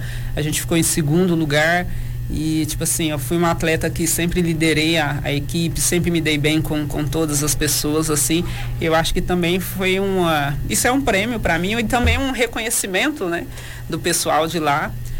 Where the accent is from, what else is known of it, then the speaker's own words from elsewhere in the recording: Sacramento, Minas Gerais, Brazil; moved away; eu sei que muita gente aqui de Sacramento me acompanha